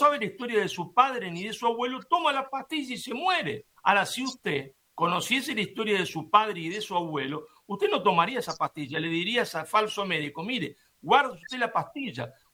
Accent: Rosario, Santa Fe, Argentina; La saludo desde mi ciudad natal de Rosario, en Argentina, del otro lado del Océano Atlántico.

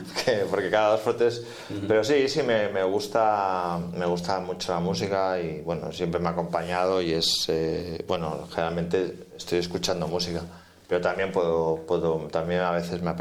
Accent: Barcelona, Catalonia, Spain; Y entonces yo soy de Barcelona, mis padres son de Barcelona, sé lo que siento, pero bueno, no he sido patriota nunca.

